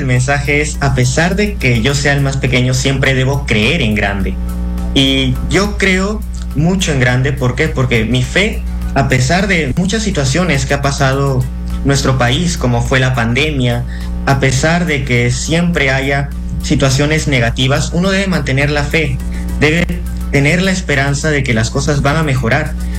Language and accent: Spanish; Chiclayo, Lambayeque, Peru; los chiclayanos estamos muy felices de saber que el Papa León 14 va a regresar aquí a Chiclayo